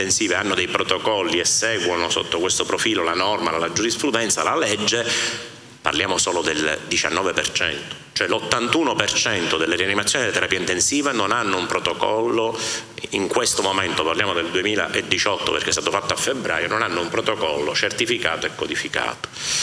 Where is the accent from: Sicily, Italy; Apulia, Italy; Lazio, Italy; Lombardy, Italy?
Sicily, Italy; anch'io sono siciliano e ogni tanto mi devo vergognare di essere siciliano